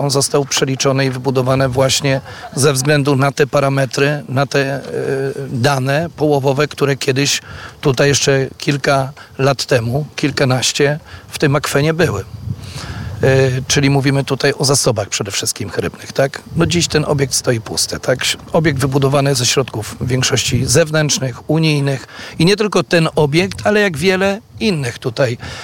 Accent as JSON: {"language": "Polish", "region": "Pomeranian Voivodeship", "country": "Poland", "said": "czuję się po prostu przede wszystkim Polakiem, ale też Kaszubem."}